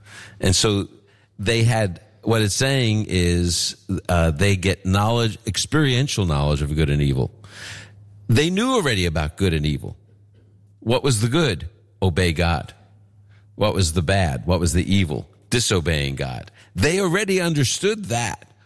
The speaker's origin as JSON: {"language": "English", "town": "Brooklyn", "region": "New York", "country": "United States", "said": "you know, I'm from Brooklyn. Not many shepherds there, just saying."}